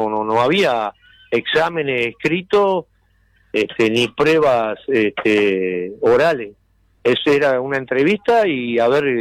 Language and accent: Spanish; Florida, Uruguay; Yo soy de Florida